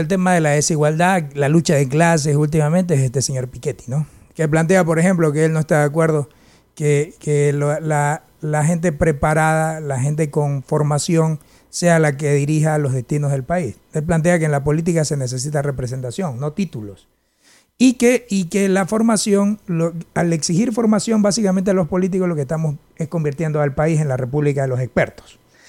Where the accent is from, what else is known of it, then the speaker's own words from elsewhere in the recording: Ecuador; no soy el único ecuatoriano, estoy solo en esto.